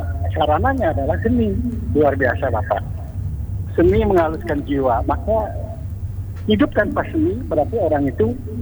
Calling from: Buleleng, Bali, Indonesia; kita sebagai orang Buleleng

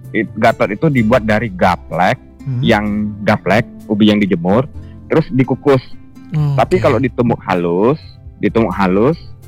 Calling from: Deniang, Bangka Belitung Islands, Indonesia; kami di Deniang ini

